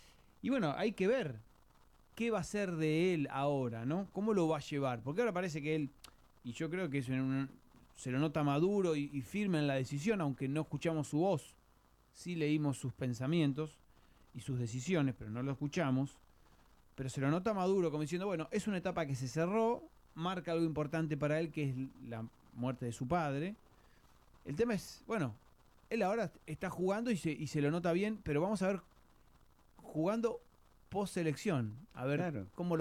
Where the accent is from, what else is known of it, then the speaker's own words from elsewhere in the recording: Argentina; Porque eso también un poquito somos los argentinos, ¿no?